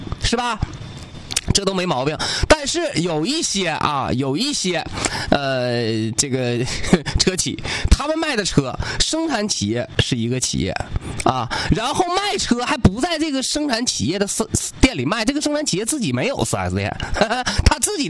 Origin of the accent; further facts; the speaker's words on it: Changchun, Jilin, China; 我们长春人